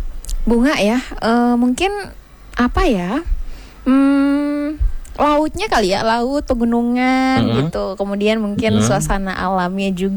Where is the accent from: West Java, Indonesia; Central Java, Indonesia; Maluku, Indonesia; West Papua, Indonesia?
West Papua, Indonesia; Fakfak; born there; Kita beruntung ya dilahirkan di Fak-Fak ya